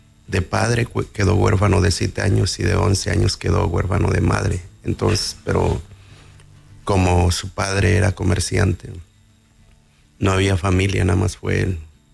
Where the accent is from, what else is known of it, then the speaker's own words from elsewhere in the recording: Nezahualcóyotl, State of Mexico, Mexico; Vengo de Nezahualcóyotl, o sea, soy de Nezahualcóyotl.